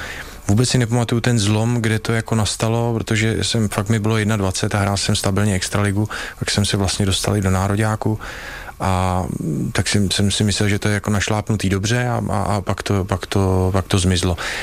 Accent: České Budějovice, South Bohemian Region, Czechia; jsem samozřejmě neuměl řeč, já jsem se neučil anglicky, já jsem se učil německy odmala, protože jsem vyrůstal v Českých Budějovicích a to bylo blíž k tomu Rakousku a takže jsme se učili skoro všichni německy a anglicky jsem se naučil potom nějak jako samouk a trošku na střední škole

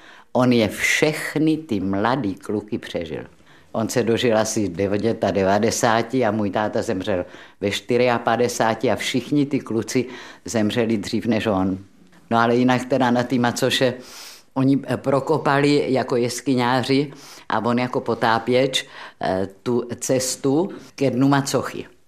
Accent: Brno, South Moravian Region, Czechia; moved away as an adult; jako Brňačka samozřejmě jsem chtěla na JAMU.

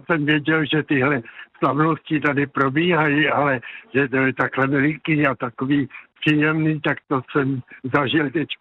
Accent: Prague, Czechia; já jsem Pražák

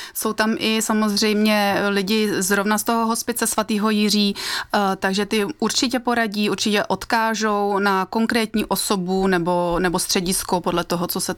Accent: Jindřichovice, Karlovy Vary Region, Czechia; Koná se to u nás v Jindřichovicích v Krušných horách.

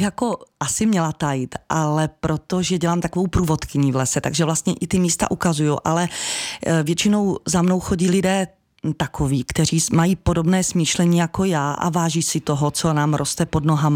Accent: Silesia, Czechia; já pocházím ze Slezska a moje část rodiny z mamčiny strany vlastně je z Beskyd.

